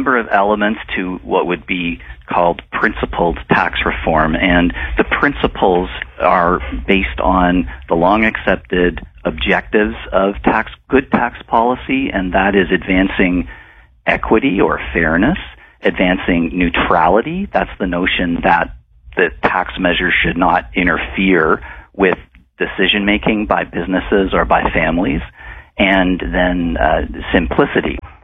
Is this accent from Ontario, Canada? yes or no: no; Saskatoon, Saskatchewan, Canada; born there; I was born in Saskatoon, and my parents, you know, grew up in Melfort, and I've been back there many times in my childhood, and I've got relatives in Rosetown, so absolute strong connections.